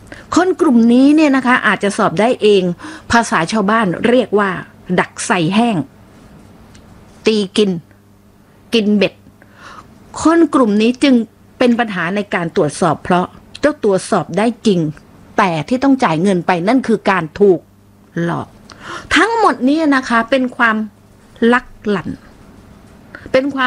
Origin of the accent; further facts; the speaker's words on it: Phuket, Thailand; ดิฉันนี่เกิดมาเป็นคนภูเก็ตโดยกำเนิดนะเกิดถนนดีบุก